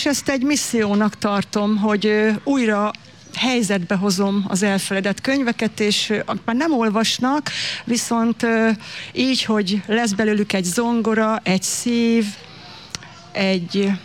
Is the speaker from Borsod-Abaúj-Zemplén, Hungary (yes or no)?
no; Solt, Bács-Kiskun, Hungary; moved away as an adult; now in Jászboldogháza, Hungary; Habár én a Kiskunságból származom, első pillanattól kezdve, Soltról pontosabban, első pillanattól, hogy ide kerültem, a férjem révén